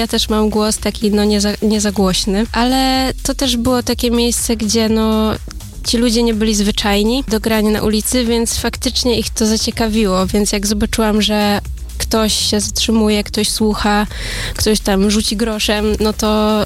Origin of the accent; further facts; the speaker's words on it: Kuyavian-Pomeranian Voivodeship, Poland; Jestem spod Torunia